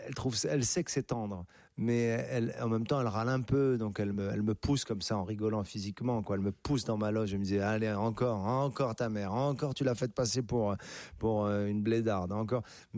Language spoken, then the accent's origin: French; Casablanca, Casablanca-Settat, Morocco; born there; Je suis né à Casa et ces passions sont nées à Casa.